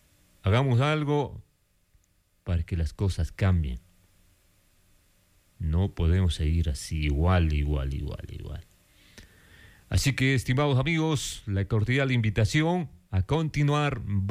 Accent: Ecuador; nosotros como ecuatorianos estamos a la expectativa y estamos esperanzados por usted.

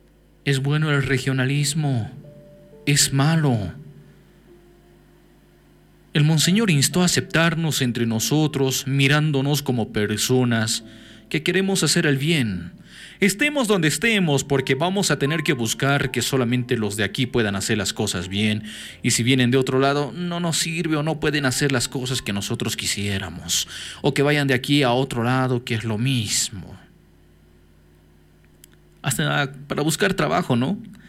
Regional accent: Bolivia

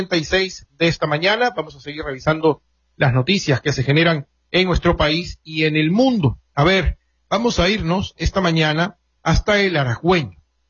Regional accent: Venezuela; nos afectan como país, como venezolanos.

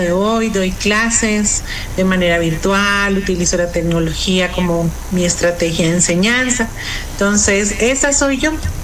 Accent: Colombia; now in Ecuador; No soy de Ecuador, pero amo Ecuador como mi segunda tierra. Soy colombiana, soy docente

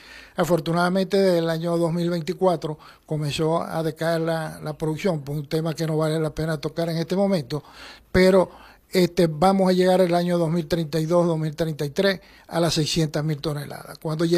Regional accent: Venezuela; con orgullo como venezolano, con orgullo como productor, con orgullo como profesional de la medicina veterinaria

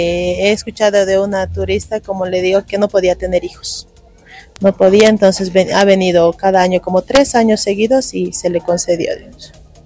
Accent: Quillacollo, Cochabamba, Bolivia; porque yo hace poco que vivo aquí, soy pero de Quillacollo, ¿no?

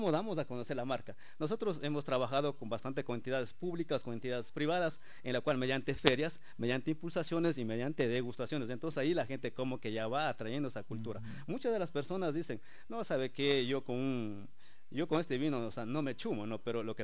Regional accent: Sigchos, Cotopaxi, Ecuador; nosotros somos uh-huh. del Cantón Sitios, como de aquí en Ticusí.

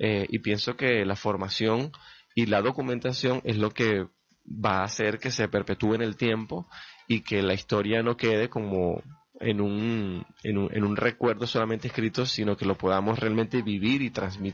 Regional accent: Venezuela; now in Barquisimeto, Venezuela

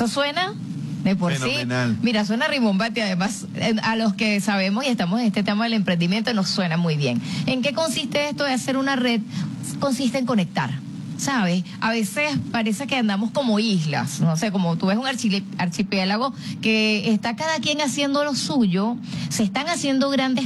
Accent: Ciudad Bolívar, Bolívar, Venezuela; Bueno, saludos a mis paisanos, yo soy del estado Bolívar, nací en Ciudad Bolívar

